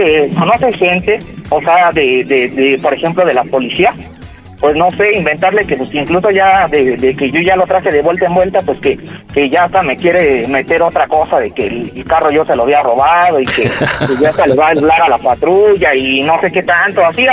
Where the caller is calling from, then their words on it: Iztapalapa, Mexico City, Mexico; Yo soy de aquí de Iztapalapa